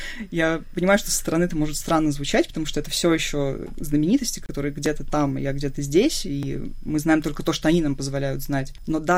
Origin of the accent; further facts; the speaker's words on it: Russia; То есть, я прям девочка из России